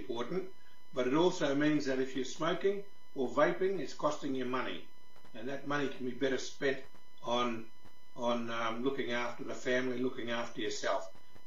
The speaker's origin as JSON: {"language": "English", "town": "Darwin", "region": "Northern Territory", "country": "Australia", "moved": "yes", "lives_now": "Canberra, Australia", "said": "I'm from Darwin originally. Kungurrukan on my mother's side and Iwijaw on my father's side, and we also have roots back to the Wonga people, which is just south of Kakadu National Park."}